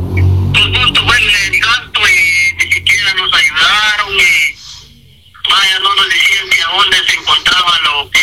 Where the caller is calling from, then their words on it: Jocotán, Chiquimula, Guatemala; Yo soy de Aldea Rodeíto La Ceiba.